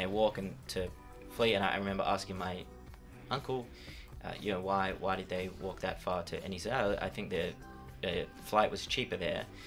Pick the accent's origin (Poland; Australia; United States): Australia; I say, I'm Australian.